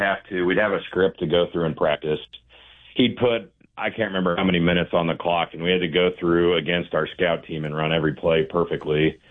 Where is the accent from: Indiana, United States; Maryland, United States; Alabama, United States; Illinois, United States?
Illinois, United States; Springfield; growing up in Springfield